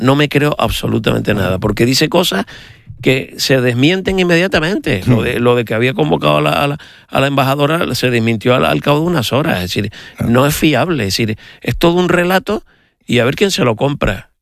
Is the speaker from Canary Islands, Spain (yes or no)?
yes; Canary Islands, Spain; como canario, sí, evidentemente sí, Canarias